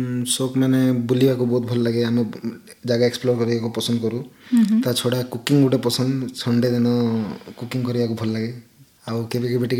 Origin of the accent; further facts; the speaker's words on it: Utkela, Odisha, India; ମୋ ଗାଁ ଯେଉଁ ଉତ୍କେଲା ଅଛି